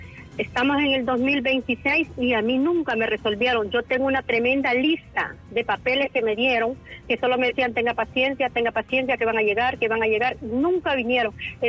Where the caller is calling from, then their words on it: Honduras; yo llamo de Los Pinos.